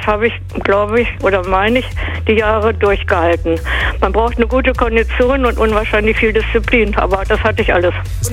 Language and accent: German; Fallersleben, Lower Saxony, Germany; Nein, ich bin in Fallersleben geboren worden, habe eigentlich, mich mit diesem Ort hier identifiziert, bin hier aufgewachsen